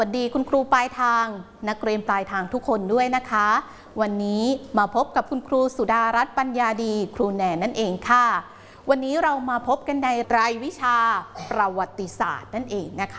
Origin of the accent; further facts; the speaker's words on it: Isan, Thailand; วัยเด็กๆนั้น … อยู่ที่ภาคอีสาน